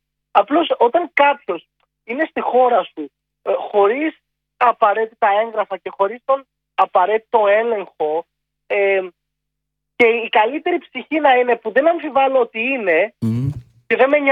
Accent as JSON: {"language": "Greek", "region": "Crete", "country": "Greece", "said": "Εγώ είμαι από την Κρήτη, το έχω πει."}